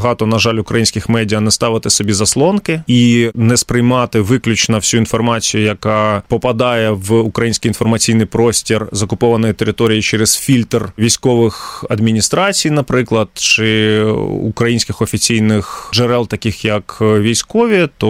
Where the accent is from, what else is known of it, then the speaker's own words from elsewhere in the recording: Luhansk, Luhansk Oblast, Ukraine; Ми самі з Луганська і частково з Донеччини, з Луганщини.